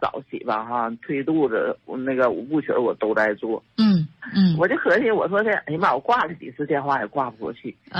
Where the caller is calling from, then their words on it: Anshan, Liaoning, China; 我是鞍山人